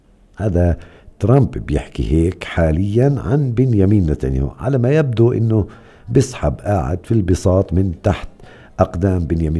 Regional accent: West Bank, Palestine; أثر كتير على حياتنا إحنا كفلسطينيين

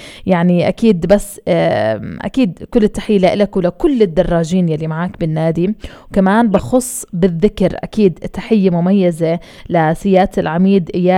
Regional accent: Palestine; أنا فلسطينية عنصرية

